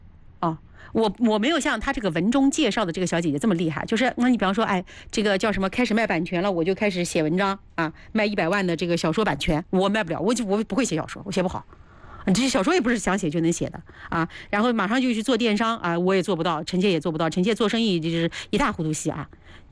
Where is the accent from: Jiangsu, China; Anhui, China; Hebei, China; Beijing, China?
Anhui, China; Tongling; moved away as an adult; now in Hefei, China; 然后我们当时在铜陵，就我老家在铜陵嘛